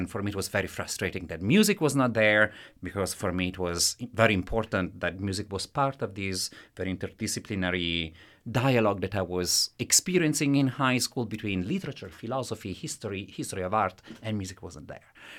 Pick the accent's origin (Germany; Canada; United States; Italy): Italy; accent: Italian; first language Italian; English is a second language; because of course Don Giovanni is written in Italian, and I am Italian, as you can tell from my accent.